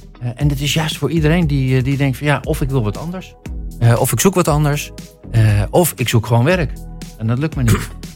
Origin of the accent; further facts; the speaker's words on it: Beverwijk, North Holland, Netherlands; ik kom uit Beverwijk.